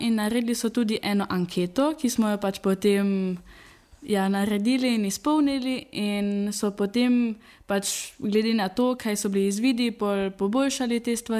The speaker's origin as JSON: {"language": "Slovenian", "town": "Bleiburg", "region": "Carinthia", "country": "Austria", "said": "iz Pliberka."}